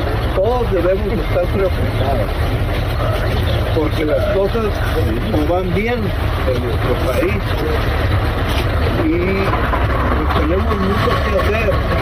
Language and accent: Spanish; Mexico; todos como mexicanos